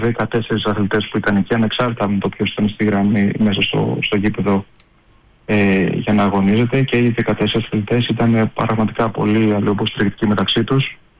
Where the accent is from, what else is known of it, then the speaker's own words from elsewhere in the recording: Greece; Είμαστε Έλληνες που παίζουμε μακριά από την πατρίδα μας